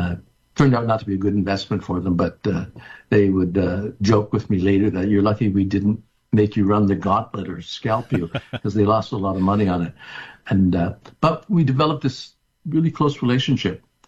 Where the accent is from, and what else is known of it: Quebec, Canada; also born or lived in Plattsburgh, United States